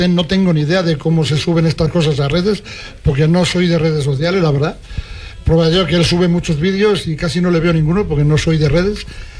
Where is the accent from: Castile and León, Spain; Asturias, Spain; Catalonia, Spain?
Castile and León, Spain; Canalejas; now in Gomecello, Spain; después de tantos años he logrado encajar aquí, no sé, me gusta el pueblo, yo soy de Canalejas, de Salamanca, pero he encajado aquí en este pueblo